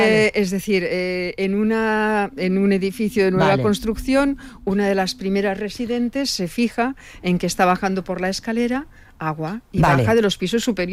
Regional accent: Barcelona, Catalonia, Spain; now in Cornellà, Spain; yo vengo de Nou Barris.

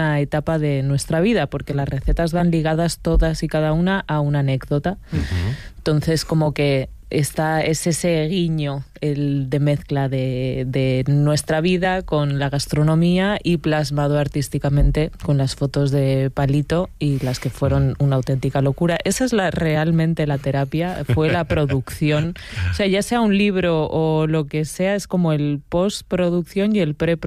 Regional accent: Extremadura, Spain; Es que yo soy muy extremeña.

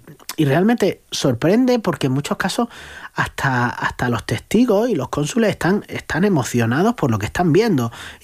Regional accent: Andalusia, Spain; Andalucía, a precisamente mi tierra.

